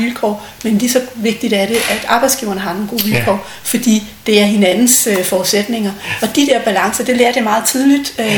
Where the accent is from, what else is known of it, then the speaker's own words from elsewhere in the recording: Nakskov, Zealand, Denmark; now in Rødovre, Denmark; Jeg er født i Nakskov, på Nakskov sygehus.